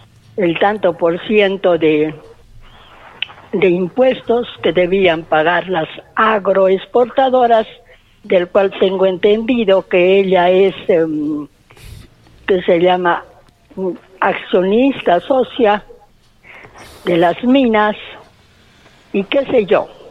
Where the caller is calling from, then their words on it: Peru; como mujer, como peruana